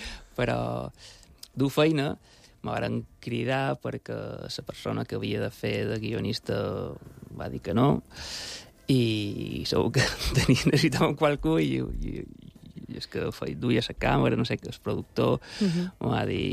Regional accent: Palma, Balearic Islands, Spain; vaig néixer en el Molinar. Ah, sí? I vaig començar a colcar bicicleta allà, en el Molinar, quan era molt diferent del que és ara.

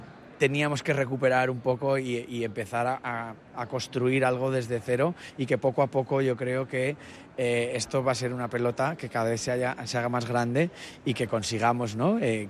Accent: Madrid, Community of Madrid, Spain; Soy de Madrid.

